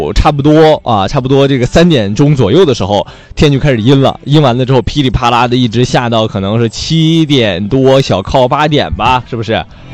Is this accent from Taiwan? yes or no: no; Weihai, Shandong, China; now in Hainan, China; 像我们老家啊，山东威海